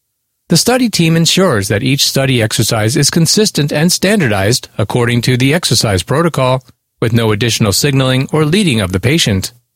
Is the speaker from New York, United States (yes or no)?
no; Little Rock, Arkansas, United States; this room is known as the Little Rock Room. I don't think we ever found out why this room is named for my hometown, but what a coincidence.